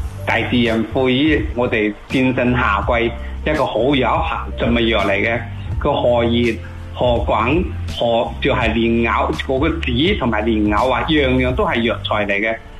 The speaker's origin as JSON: {"language": "Cantonese", "town": "Foshan", "region": "Guangdong", "country": "China"}